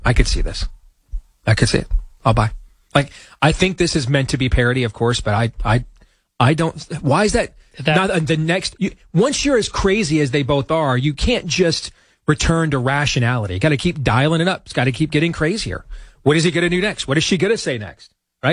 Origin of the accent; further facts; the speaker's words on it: Iowa, United States; like what I've witnessed in this primary cycle here in my home state of Iowa.